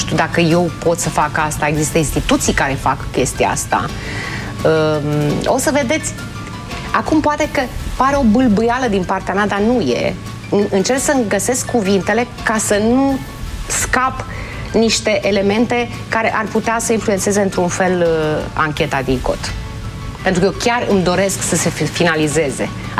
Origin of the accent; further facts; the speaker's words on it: Romania; Sunt o româncă, îmi iubesc țara asta